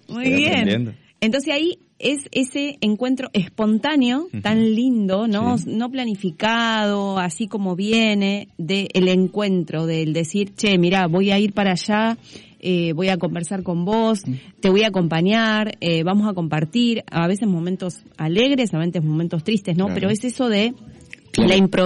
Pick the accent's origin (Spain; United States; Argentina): Argentina; O como decimos en Argentina, ahí va otra